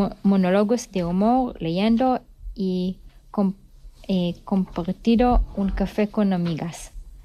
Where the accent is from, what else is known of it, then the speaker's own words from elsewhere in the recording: Israel; Spanish is a second language; moved away as an adult; soy de Israel. Ahí trabajaba como terapeuta. Hacía terapia asistida con animales. Y cuando mi familia y yo nos fuimos de Israel